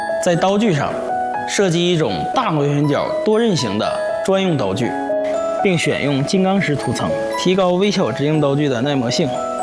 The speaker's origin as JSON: {"language": "Chinese", "country": "China", "said": "外国人能做的，咱中国人一定能做，而且还可以做得更好。"}